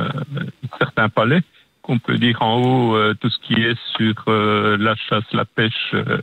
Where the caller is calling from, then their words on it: Grimbergen, Flanders, Belgium; De Grimbergen.